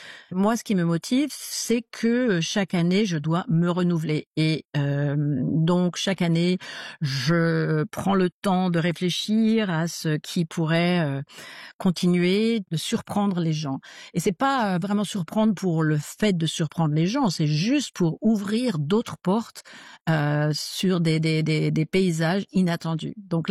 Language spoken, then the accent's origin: French; Normandy, France; moved away as an adult; now in Adelaide, Australia; Moi je suis de Normandie